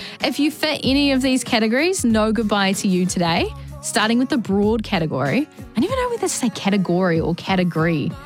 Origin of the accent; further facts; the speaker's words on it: Hastings, Hawke's Bay, New Zealand; born there; now in Auckland, New Zealand; I was born in Hastings. Now residing in Auckland.